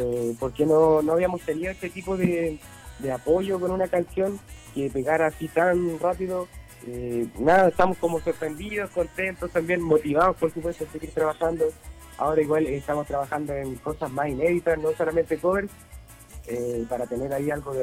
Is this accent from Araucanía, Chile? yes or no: yes; Nueva Imperial, Araucanía, Chile; Nosotros somos de la Comuna Nueva Imperial, de la novena región de Chile.